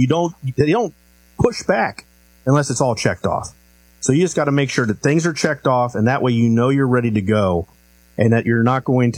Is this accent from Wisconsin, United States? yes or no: no; Cincinnati, Ohio, United States; I grew up in Cincinnati, Ohio